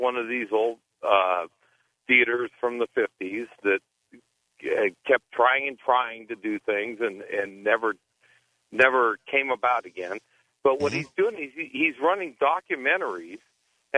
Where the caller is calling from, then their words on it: California, United States; And the listeners, I'm calling from the San Francisco Bay Area.